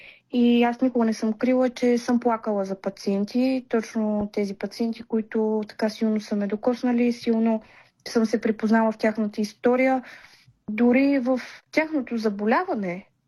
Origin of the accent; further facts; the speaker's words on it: Pleven, Pleven Province, Bulgaria; се прибрах по моя роден край, а именно в Плевен.